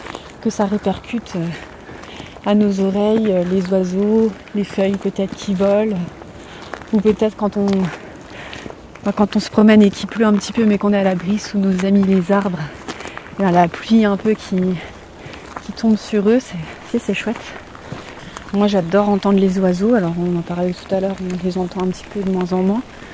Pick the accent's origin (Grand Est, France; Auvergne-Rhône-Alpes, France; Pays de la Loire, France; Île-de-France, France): Grand Est, France; Saint-Dié-des-Vosges; now in Golbey, France; Moi, je suis native de Saint-Dié-des-Vosges. J'ai beaucoup tourné dans le Grand Est parce que ma maman était souvent mutée pour son travail. Et là, en ce moment, j'habite à Golbey.